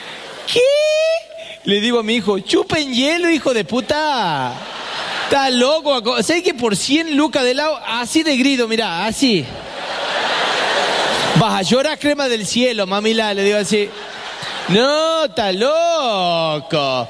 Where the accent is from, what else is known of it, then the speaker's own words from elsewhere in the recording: Famaillá, Tucumán, Argentina; igual me dieron el carnet de manejo en la dirección de tránsito de la municipalidad de Famayá, en mi pueblo natal, porque era muy fácil ya sacar el carnet ahí.